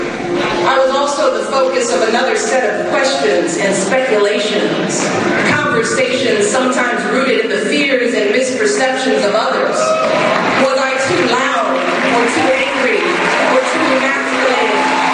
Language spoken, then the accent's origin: English; Chicago, Illinois, United States; I was born and raised here on the South Side and South Shore, and I am who I am today because of this community.